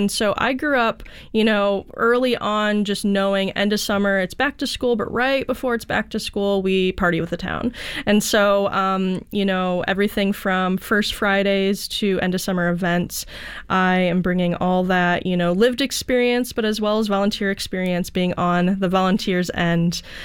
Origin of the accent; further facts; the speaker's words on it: Aurora, Illinois, United States; So I grew up in the Chicagoland. I'm from Aurora, Illinois.